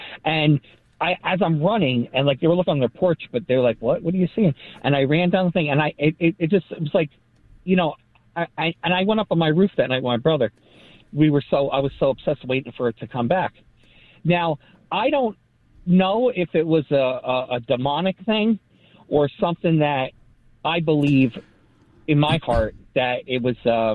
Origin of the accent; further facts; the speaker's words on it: Carlstadt, New Jersey, United States; now in Garfield, United States; Right now I'm in Garfield, but I'm from Carlstadt.